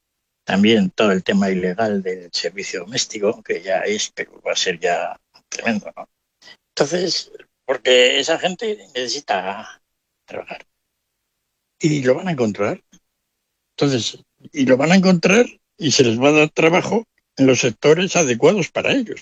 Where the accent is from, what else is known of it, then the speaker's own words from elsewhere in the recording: Spain; todo el desastre que ya somos expertos los españoles mundiales